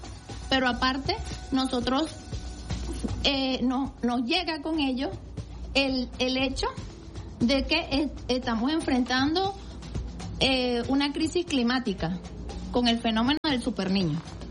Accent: Venezuela; now in Caracas, Venezuela

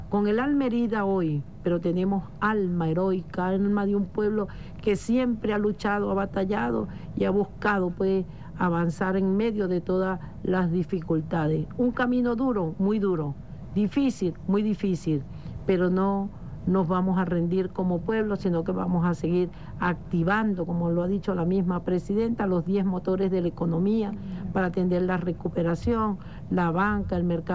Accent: Venezuela; somos venezolanos, tú eres venezolano y yo también

